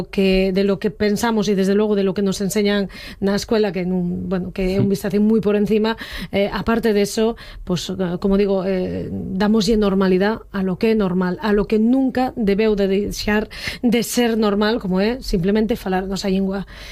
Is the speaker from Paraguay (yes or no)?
no; Asturias, Spain; somos dos asturianos falando asturiano.